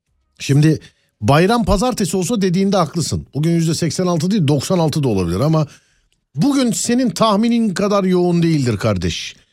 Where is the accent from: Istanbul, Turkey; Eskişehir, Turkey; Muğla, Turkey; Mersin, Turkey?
Istanbul, Turkey; Görüyor musun oğlum, ben öz böz İstanbulluyum işte.